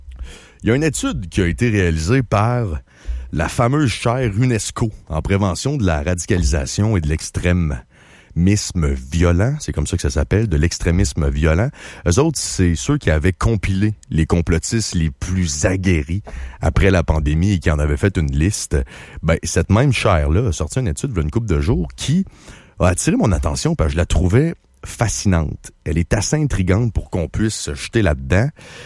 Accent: Quebec, Canada; Puis je vous aime, j'en fais partie. Je suis un Québécois, je fais partie du peuple.

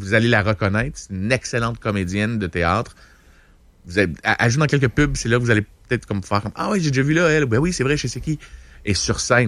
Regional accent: Repentigny, Quebec, Canada; Tu sais, j'étais de Repentigny à l'époque, mais je suis encore de là, mais j'habite plus là, non?

